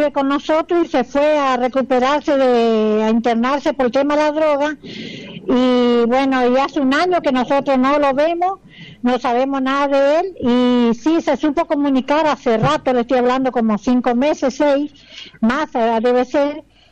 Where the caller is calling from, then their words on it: Villa Ángela, Chaco, Argentina; yo soy de Villa Ángela